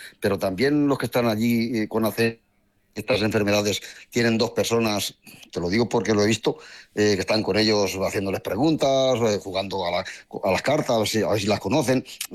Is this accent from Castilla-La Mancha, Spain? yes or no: yes; Castilla-La Mancha, Spain; Mi pueblo, somos privilegiados. Yo creo que no hay nadie en el paro, ¿vale? No creo que no hay nadie en el paro porque estamos cerquita, hasta 9 kilómetros de Motilla